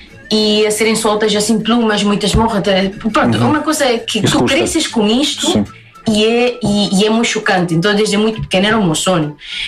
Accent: Pucallpa, Ucayali, Peru; Portuguese is a second language

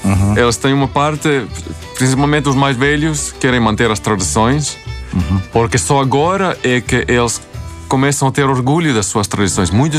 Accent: Helsinki, Uusimaa, Finland; Portuguese is a second language; moved away as an adult; also born or lived in Tampere; Eu vivi em Helsinki, onde nasci, mas também em Tampere e em algumas cidades mais pequenas.

